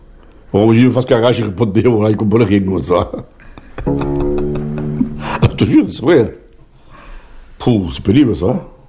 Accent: Occitanie, France; accent: Toulouse; Et oui, j'ai un bon accent de Toulouse que j'ai tenu absolument à assumer et à garder. Oui, oui, j'ai l'accent de Toulouse.

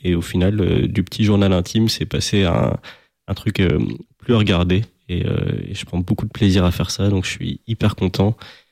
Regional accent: Amiens, Hauts-de-France, France; born there; j'ai 26 ans, je suis picard de naissance, amiennois.

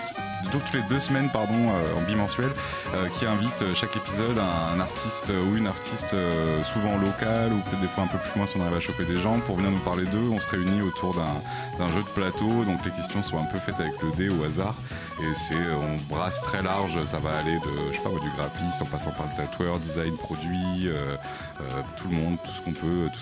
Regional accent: Limoges, Nouvelle-Aquitaine, France; born or raised there; moved away as an adult

